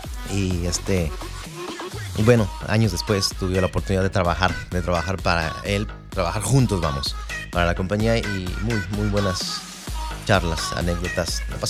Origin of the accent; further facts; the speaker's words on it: Irapuato, Guanajuato, Mexico; now in United States; es mi paisano, hombre. Somos de Irapuato.